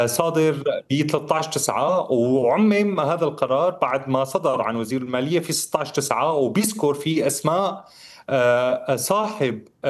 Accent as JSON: {"language": "Arabic", "country": "Syria", "said": "نحن ما بنعرف يعني كسوريين"}